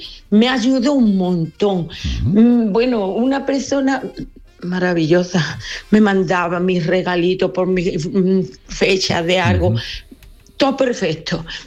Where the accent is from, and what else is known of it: Dos Hermanas, Andalusia, Spain